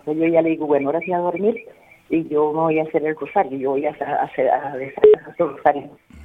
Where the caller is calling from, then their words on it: Bolívar, Santander, Colombia; allá en mi pueblo